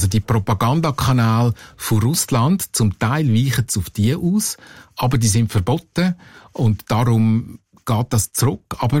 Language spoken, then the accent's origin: German; Switzerland; Genau, als Schweizer fragt man sich natürlich, wo ist eigentlich das Problem?